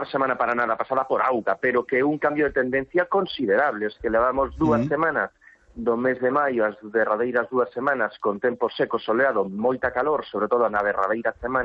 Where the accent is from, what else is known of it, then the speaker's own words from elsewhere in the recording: Galicia, Spain; pero non debería de sorprendernos como galegos.